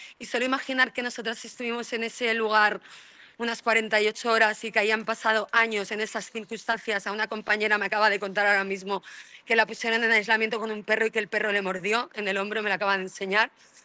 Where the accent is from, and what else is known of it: Spain